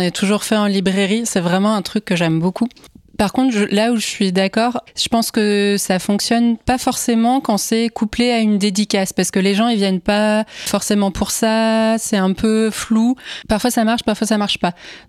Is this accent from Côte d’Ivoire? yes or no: no; Grand Est, France; born or raised there